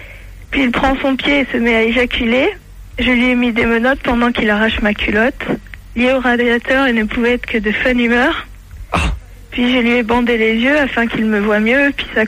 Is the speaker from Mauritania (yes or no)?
no; Cannes, Provence-Alpes-Côte d'Azur, France; Bah, Cannes, je t'ai déjà vu d'ailleurs.